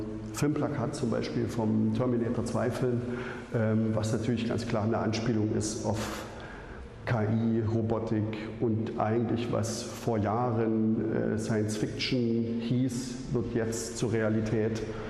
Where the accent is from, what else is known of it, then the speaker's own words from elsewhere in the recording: Kirchau, Saxony, Germany; also born or lived in Bautzen / Berlin; now in Dresden, Germany; Künstler, Maler, lebe in Dresden und Berlin teilweise, stamme aber aus der Oberlausitz. Ich bin 1980 in Bautzen geboren und in Kirchau aufgewachsen